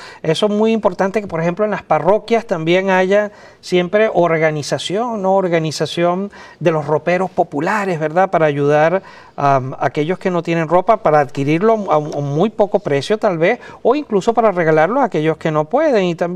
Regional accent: Venezuela; born there; el país donde yo nací, en Venezuela

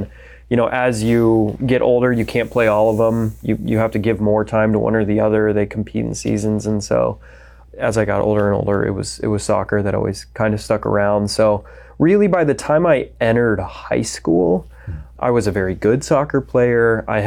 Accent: Denver, Colorado, United States; I was baptized Catholic. I'm from Denver, Colorado.

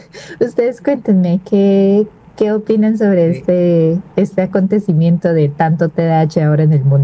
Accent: Guatemala

